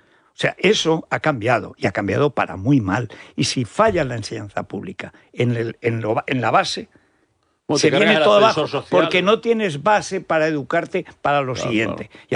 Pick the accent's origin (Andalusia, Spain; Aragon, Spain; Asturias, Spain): Aragon, Spain; Teruel; moved away; also born or lived in Barcelona; yo he estudiado en la enseñanza pública con becas, de un pueblo, una familia pobre, en un pueblo perdido, en la montaña de Teruel. El nivel de la enseñanza pública en mi pueblo, en Teruel, estoy hablando de los años 60